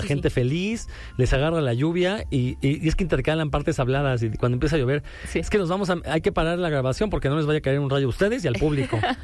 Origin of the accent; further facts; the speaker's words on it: Mexico City, Mexico; los que crecimos en Tlatelolco, es un lugar donde pasamos nuestra infancia, es un lugar cultural muy, muy bonito, tiene la Plaza de las Tres Culturas